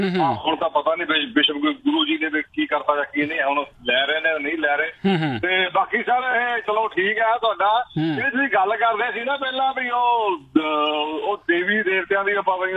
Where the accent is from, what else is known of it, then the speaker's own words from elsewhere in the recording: Punjab, India; ਮੇਰਾ ਪਿੰਡ ਵੀ ਜਲੰਧਰ ਜ਼ਿਲ੍ਹੇ ਦਾ ਆਖਰੀ ਪਿੰਡ ਹੈਗਾ।